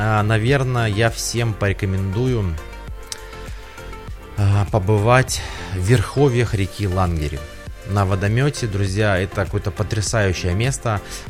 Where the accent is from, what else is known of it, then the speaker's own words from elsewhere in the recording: Nizhny Novgorod, Nizhny Novgorod Oblast, Russia; из Нижнего Новгорода.